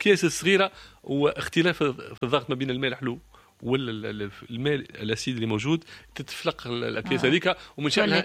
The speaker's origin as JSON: {"language": "Arabic", "country": "Tunisia", "said": "اللي عندنا في تونس وفي السواحل التونسية"}